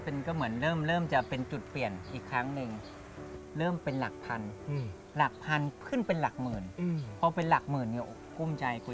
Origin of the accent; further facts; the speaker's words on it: Lopburi, Thailand; บอกอ๋อบ้านผมอยู่ลพบุรีอยู่ลำลายที่ไอ้ผมเอามะนาวมาขาย